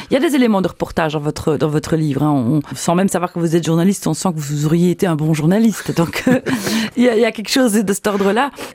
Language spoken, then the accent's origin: French; Liège, Wallonia, Belgium; Je trouve qu'elle donne envie de lire le livre, pas uniquement parce qu'on est liégeois.